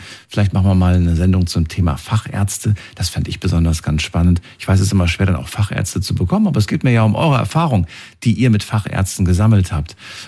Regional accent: Germany; Aus Deutschland, ja. Mein Papa ist Slowake, okay. Aber ich bin in Deutschland geboren.

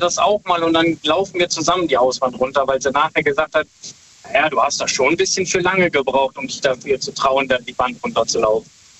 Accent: Brüggen, North Rhine-Westphalia, Germany; Aus der Nähe von Viersen, aus Brüggen.

